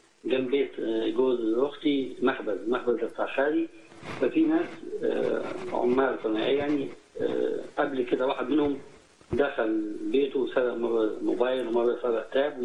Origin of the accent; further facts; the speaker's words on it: Luxor, Luxor Governorate, Egypt; من الأقصر يا ابونا.